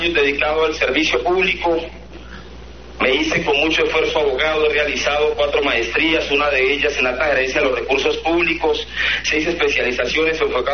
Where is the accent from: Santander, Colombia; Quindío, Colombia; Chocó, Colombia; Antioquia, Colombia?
Chocó, Colombia; Juradó; born there; Nací en Jurado, Chocó. Soy un colombiano hecho a pulso, formado desde la educación pública